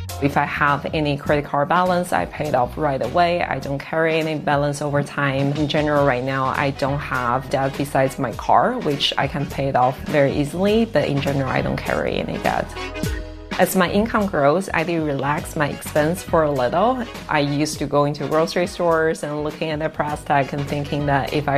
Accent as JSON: {"language": "English", "town": "Kaifeng", "region": "Henan", "country": "China", "tie": "born or raised there", "also_born_or_lived": "Shanghai", "moved": "as an adult", "lives_now": "United States"}